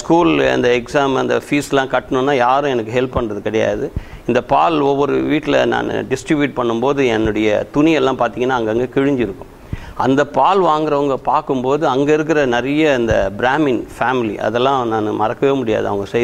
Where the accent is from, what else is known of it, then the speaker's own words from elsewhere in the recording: Chennai, Tamil Nadu, India; அங்கே தான் நான் பிறந்து வளர்ந்தது எல்லாமே.